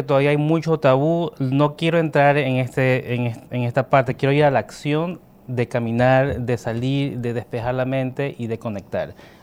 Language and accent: Spanish; Guayaquil, Guayas, Ecuador; tengo como una obligación como ciudadano guayaquileño contribuir con mi ciudad